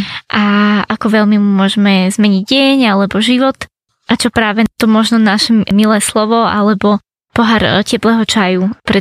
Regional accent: Bratislava, Bratislava Region, Slovakia; a som z Bratislavy, alebo teda žijem skoro celý svoj život v Bratislave

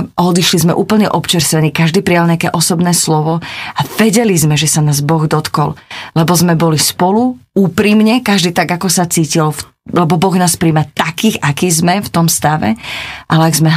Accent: eastern Slovakia, Slovakia; accent: East Slovak; Ja som tiež z východu.

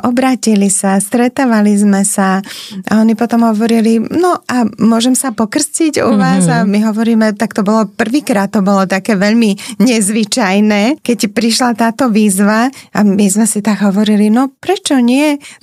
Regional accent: Bratislava, Bratislava Region, Slovakia; born there; moved away as an adult; also born or lived in Liptov; ja keď som sa z Bratislavy teda presťahovala na Liptov a tam sme bývali 14 rokov s mojim manželom

